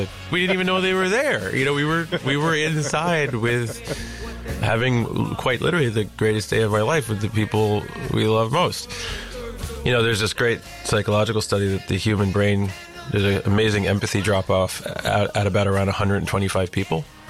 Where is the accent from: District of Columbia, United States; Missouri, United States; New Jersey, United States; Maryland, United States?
New Jersey, United States; We got married in this beach town that I grew up in Jersey.